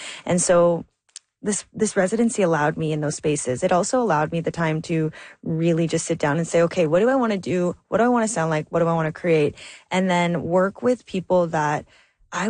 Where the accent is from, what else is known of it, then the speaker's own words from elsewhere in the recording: Thunder Bay, Ontario, Canada; I'm from Thunder Bay, Ontario.